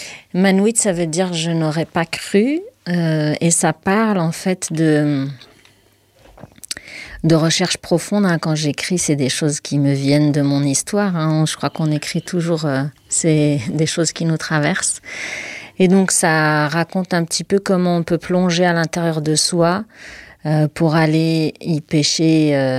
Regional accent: Morocco; first language Moroccan Arabic; French is a second language; l'arabe parlé marocain, oui, tout à fait, la darija. Donc c'est avec cette langue-là que je chante, c'est ma langue maternelle. Et les musiques, les sons, les rythmes sont d'inspiration de tous les rythmes du Maroc.

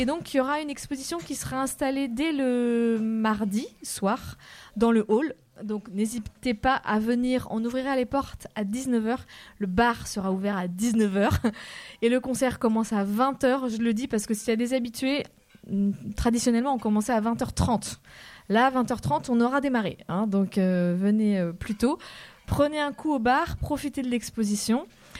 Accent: Brittany, France; Moi, je viens du Finistère

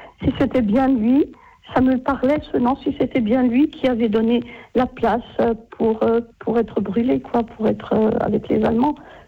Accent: Ajaccio, Corsica, France; Ils vont décéder chez nous. Enfin, certaines, puisque moi je suis d'Ajaccio, c'est

